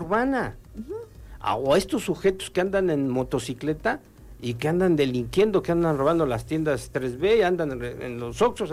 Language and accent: Spanish; Tehuacán, Puebla, Mexico; no solamente somos ciudadanos de Tehuacán